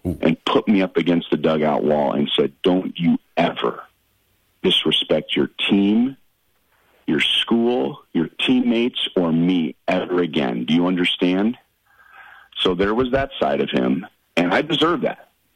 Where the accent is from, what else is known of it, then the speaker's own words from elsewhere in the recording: California, United States; I'm kind of getting acclimated to this playing in the cold thing after growing up in Southern California.